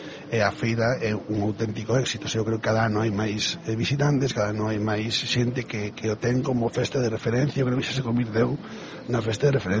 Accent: A Estrada, Galicia, Spain; Bueno, eu como estradense creo que a sidra probablemente estuvo aletargada durante moitos anos.

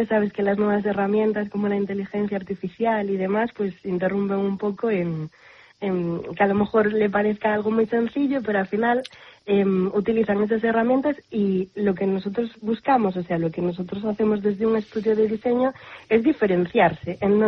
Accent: Pontedeume, Galicia, Spain; hacerlo desde Pontedeume, desde mi pueblo

